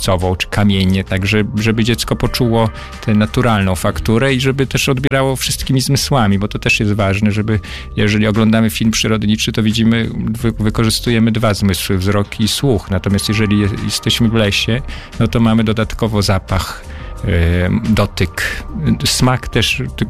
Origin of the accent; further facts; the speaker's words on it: Bielsk Podlaski, Podlaskie Voivodeship, Poland; moved away; wychowaliśmy się w Bielsku Podlaskim. Do trzeciego roku życia mieszkaliśmy w tym samym bloku.